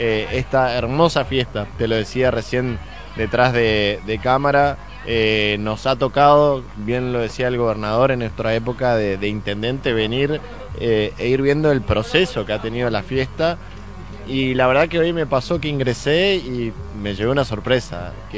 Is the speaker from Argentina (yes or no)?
yes; Mocoretá, Corrientes, Argentina; soy casi que un curuzucuateño adoptivo en una disputa con mi pueblo mocretaense, pero lo cierto que tengo mi familia formada acá en Curuzú